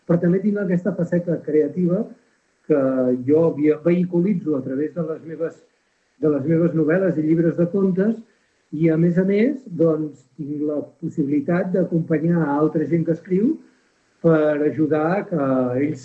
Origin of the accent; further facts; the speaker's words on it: Camprodon, Catalonia, Spain; de Camprodon. Vaig néixer a Camprodon als quatre cantons. El que passa que vaig estudiar fora.